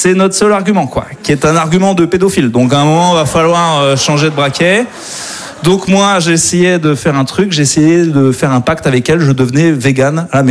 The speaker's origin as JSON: {"language": "French", "region": "Auvergne-Rhône-Alpes", "country": "France", "said": "C'est vrai que moi, je viens d'Auvergne à la base. Donc, pour moi, le saucisson est un légume."}